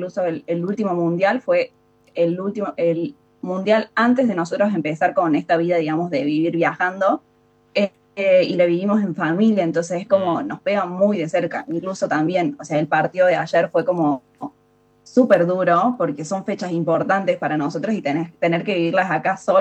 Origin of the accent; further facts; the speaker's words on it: Argentina; moved away as an adult; also born or lived in Ireland; now in Austria; creo que como argentinos tenemos muchas posibilidades